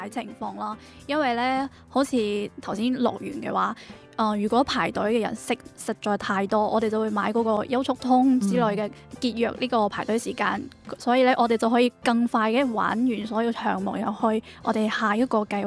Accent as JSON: {"language": "Cantonese", "region": "Guangdong", "country": "China", "said": "因為我屋企就都係廣東人"}